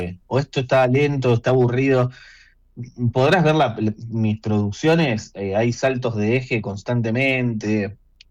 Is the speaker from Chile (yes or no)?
no; La Plata, Buenos Aires Province, Argentina; yo soy de La Plata, nacido, criado y formado en la Universidad Nacional de La Plata, orgullosamente.